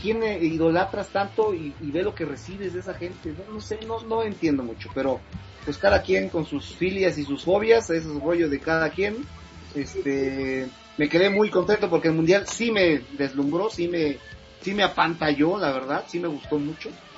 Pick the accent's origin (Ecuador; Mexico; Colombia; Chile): Mexico; la mayoría de los mexicanos nos da lo mismo Argentina